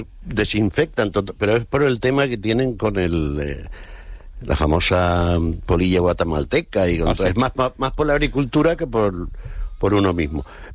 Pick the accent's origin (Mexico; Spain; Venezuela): Spain; Canary Islands